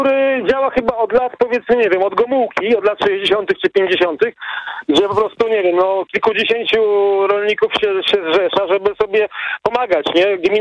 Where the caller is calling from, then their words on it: Gdańsk, Pomeranian Voivodeship, Poland; ja mieszkam w Gdańsku na takich zachodniej dzielnicy, blisko miasta, które się nazywa Żukowo.